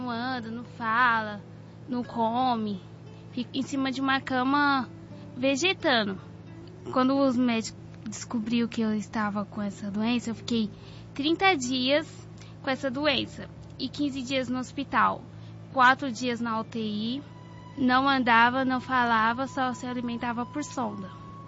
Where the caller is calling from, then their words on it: São Paulo, Brazil; eu sou do Itaí Paulista.